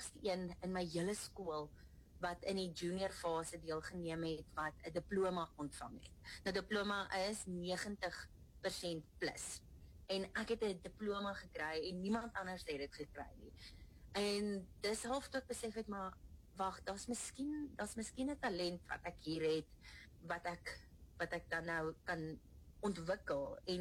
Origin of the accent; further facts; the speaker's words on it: Muldersdrift, Gauteng, South Africa; maar voor dit het ek maar op 'n plot in Mildersdrif groot geword. Ek was maar 'n plotkind, kaalvoet in die bos rondgehol.